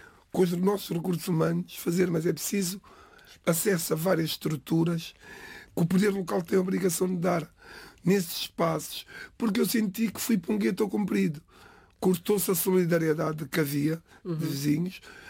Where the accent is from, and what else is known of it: Amadora, Lisbon, Portugal; born there